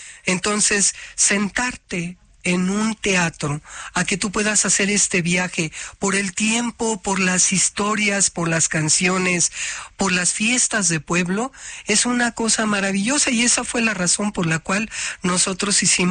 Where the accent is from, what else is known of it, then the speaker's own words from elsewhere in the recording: Mexico; born there; los mexicanos son todos aquellos que aman el país, 100%, ¿no? No solamente los que nacemos aquí.